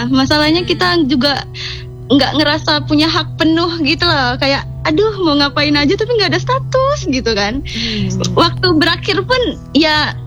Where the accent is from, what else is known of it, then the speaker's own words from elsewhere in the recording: Raja Basa, Lampung, Indonesia; Gue dari Raja Basa.